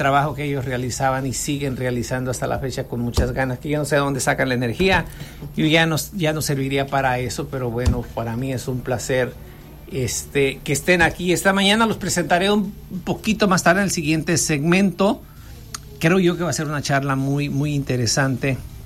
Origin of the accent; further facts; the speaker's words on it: Mexico; nosotros aquí en México pues no estamos en ese tenor. Nosotros nos sentimos muy orgullosos de nuestro indigenismo, de nuestros orígenes, de la mezcla con los españoles.